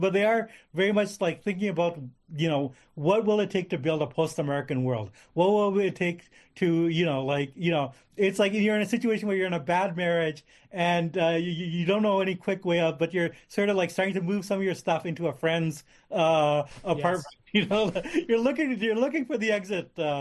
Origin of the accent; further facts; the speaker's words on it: Canada; my experience as a Canadian